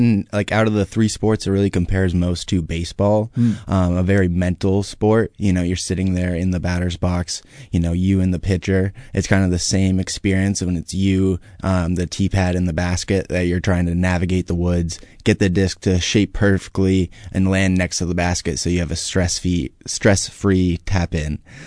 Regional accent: Jeffersonville, Vermont, United States; Yeah, so I'm born and raised in Jeffersonville, Vermont, local.

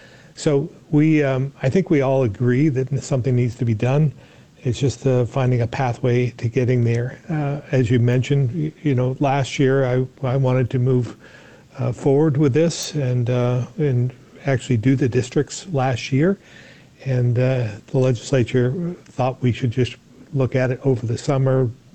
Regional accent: Barre, Vermont, United States; you can look at it right here in central Vermont. I grew up in Barrie, and when you look outside the window at the State House, you can see Montpelier High School

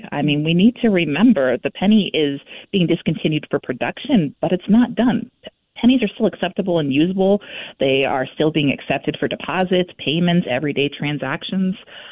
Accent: Maine, United States; now in Vermont, United States; I'm actually not from Vermont. I grew up in central Maine, and I used to vacation up in Vermont with my grandparents that lived in the Jeffersonville area.

